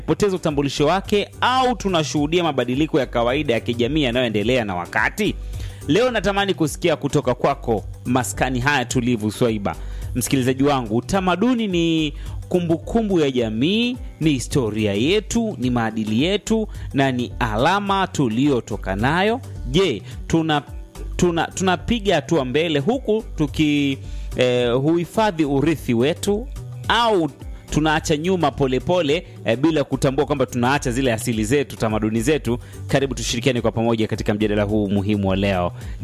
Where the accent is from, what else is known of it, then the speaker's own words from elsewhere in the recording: Mara, Tanzania; Let's say mimi nitoke hapa Mara, mimi ni mzawa wa Mara, nifike Dar es Salaam, nifike Dodoma